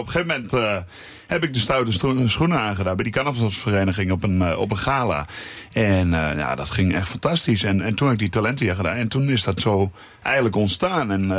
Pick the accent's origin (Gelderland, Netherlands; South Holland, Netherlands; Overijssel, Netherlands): Overijssel, Netherlands; Enschede; also born or lived in Hengelo; Twente, ik hou van Twente, Overijssel. En ik kom officieel uit Hengelo, ben geboren, Enschede opgegroeid. Ik woon nu in Bieren, al 3,5 jaar bij mijn vriendin.